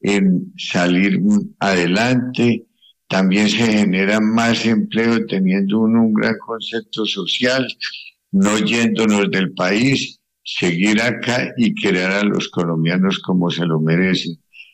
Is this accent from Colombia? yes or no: yes; Colombia; Yo no soy ningún santo, yo soy un colombiano más